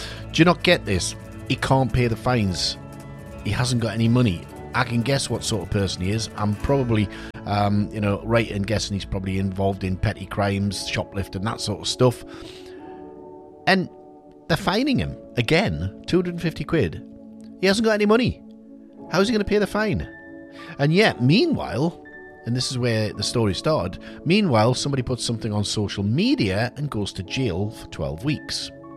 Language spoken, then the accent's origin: English; South Shields, North East England, United Kingdom; It's all about my hometown, South Shields.